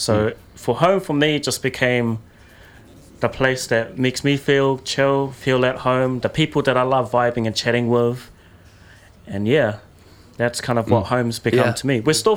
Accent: Taupo, Waikato, New Zealand; also born or lived in Turangi; Like my home, I come from Taupo and Turangi. And even like in those places, I think I've moved a combination of like 15 times.

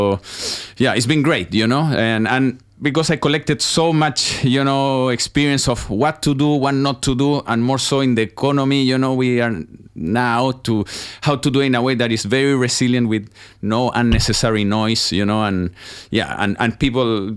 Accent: Chile; moved away as an adult; So yeah, I'm from Chile, and I arrived here 17 years ago.

